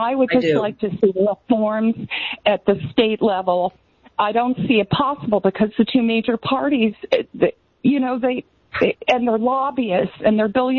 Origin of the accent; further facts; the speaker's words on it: Massachusetts, United States; But I want to talk about my home state, which is nominally progressive, but it's profoundly corrupt.